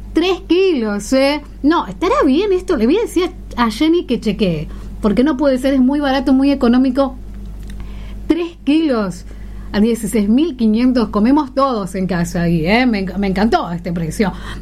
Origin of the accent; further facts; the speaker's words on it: Buenos Aires Province, Argentina; yo soy de ahí, del 35 también.